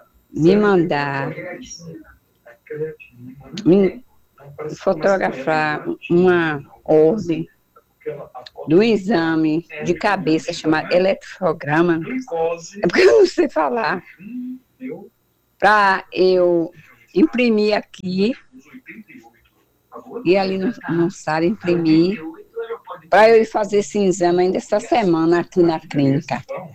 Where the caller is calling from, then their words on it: Santo Antônio de Jesus, Bahia, Brazil; eu sou daqui de Santo Antônio de Jesus.